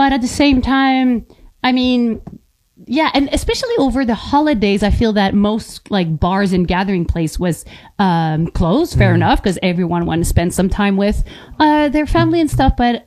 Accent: Quebec, Canada; moved away as an adult; now in Yukon, Canada; So I would say that like you know, half of my life, like the first half I was in Quebec, and for sure I'm from Quebec. And then I moved here. I was a young adult.

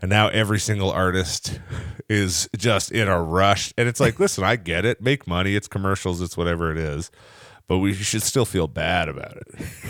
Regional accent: Ottawa, Ontario, Canada; I grew up in Ottawa, so

